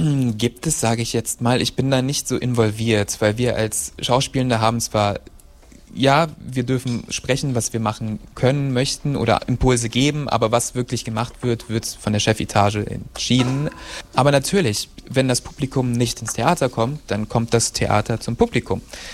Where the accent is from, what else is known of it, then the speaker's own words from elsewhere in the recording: Braunschweig, Lower Saxony, Germany; also born or lived in Gifhorn / Magdeburg / Regensburg; now in Eisleben, Germany; Ich bin in Niedersachsen geboren, in Braunschweig aufgewachsen, habe dann eine Zeit noch in Gifhorn gelebt, noch eine Zeit in Magdeburg gewohnt, bin dann fürs Studium in den Freistaat Bayern nach Regensburg gezogen